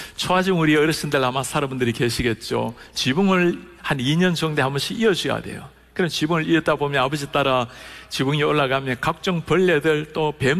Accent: Ulsan, South Korea; moved away; 울산과 경주 사이쯤 되는 농소라는 이름도 참 농사짓는 거 촌스럽죠, 그죠? 그 농촌이 제 시골 고향입니다.

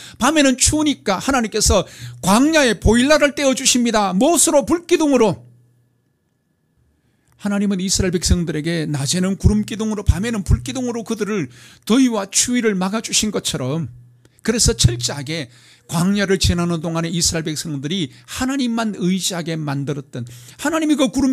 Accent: South Korea

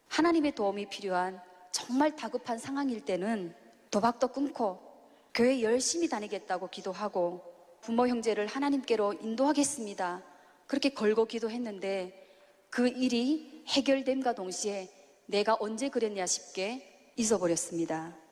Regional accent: North Korea; moved away; 그렇게 드디어 저희 부모님과 오빠 그리고 여동생 가족 당시 100일 된 조카 그리고 제가 탈북한 다음에 저희 부모님이 양아들을 한 명 더 키우셨더라고요.

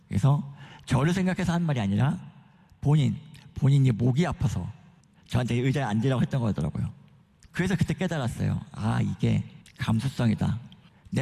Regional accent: Uijeongbu, Gyeonggi Province, South Korea; moved away as an adult; now in Busan, South Korea; 제가 장애인 교회를 의정부에 있을 때 7년 섬겼거든요. 제가 고향이 경기도 의정부입니다. 지금 혼자 이제 부산 내려와 살고 있는데

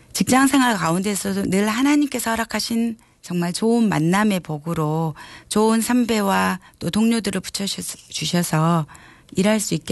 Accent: Dolsan, South Jeolla, South Korea; also born or lived in Yeosu; 제가 어릴 때 돌산에 살던 어린 시절 이모님이 저희 집에 항상 오실 때마다 어린 자에게 늘 예수님 이야기를 들려주셨는데

